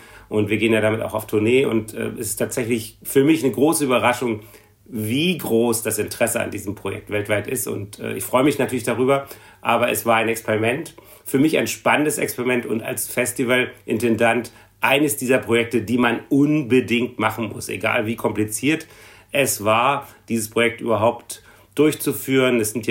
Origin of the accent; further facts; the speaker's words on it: Berlin, Germany; Denn auch ich bin aus Berlin als Schüler schon nach Dresden mit dem Zug gefahren, um Konzerte bei den Dresdner Musikfestspielen zu hören.